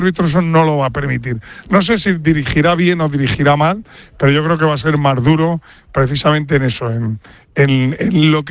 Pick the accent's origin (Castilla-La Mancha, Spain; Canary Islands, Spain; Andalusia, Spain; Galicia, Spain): Andalusia, Spain; Cabra; yo me voy a encomendar a San Rodrigo, que es el patrón de mi pueblo, de Cabra